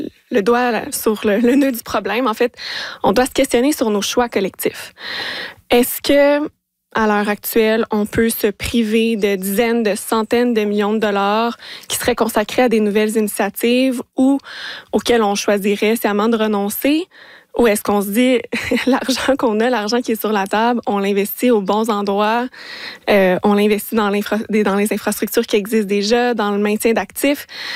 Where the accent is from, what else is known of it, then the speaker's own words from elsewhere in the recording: Longueuil, Quebec, Canada; chez nous à Longueuil